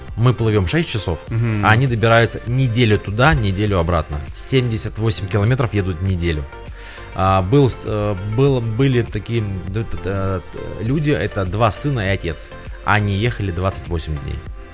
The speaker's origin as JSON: {"language": "Russian", "town": "Nizhny Novgorod", "region": "Nizhny Novgorod Oblast", "country": "Russia", "said": "из Нижнего Новгорода."}